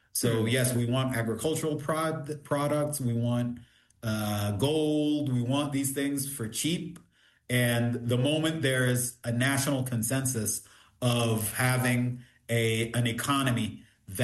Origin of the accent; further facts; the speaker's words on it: North, Sudan; are you from the North or the South? And tell them, hey, I'm from the North.